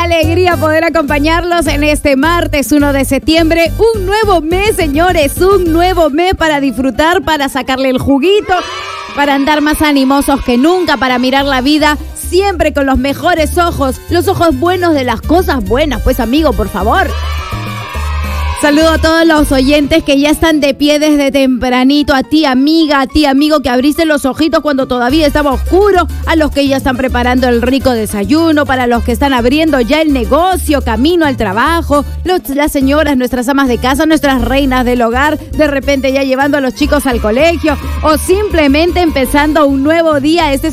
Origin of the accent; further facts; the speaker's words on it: Iquitos, Loreto, Peru; Así es mi tierra de Iquitos. Tan bella, tan calurosa, tan cálida, tan llena de buena gente.